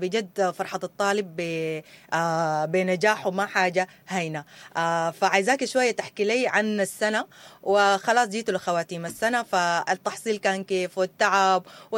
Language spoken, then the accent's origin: Arabic; Sudan